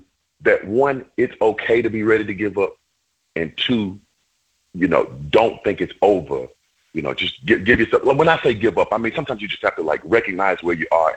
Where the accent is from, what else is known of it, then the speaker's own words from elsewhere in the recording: Alabama, United States; hey, man, where are you from? I go, I'm from Alabama.